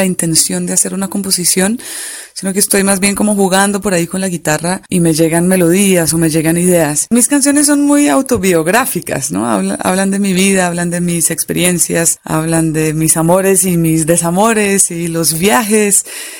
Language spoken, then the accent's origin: Spanish; Tolima, Colombia; born there; cuando era niña y vivía en el Tolima, en una finca con mi familia